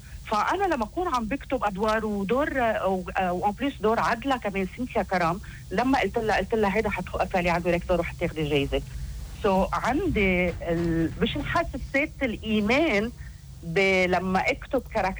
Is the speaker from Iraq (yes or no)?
no; Lebanon; نحن كمواطنين لبنانية